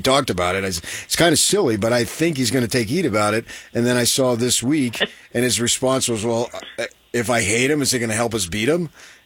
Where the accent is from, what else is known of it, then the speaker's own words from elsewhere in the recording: New Jersey, United States; because I was born and raised in New Jersey, so I could relate to it